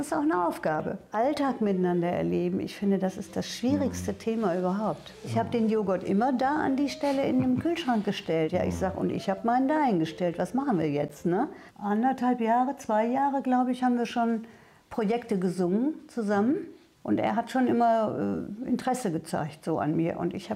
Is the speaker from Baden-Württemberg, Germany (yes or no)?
no; Gelsenkirchen, North Rhine-Westphalia, Germany; werde 70 im nächsten Monat. Ich bin gebürtige Schalkerin.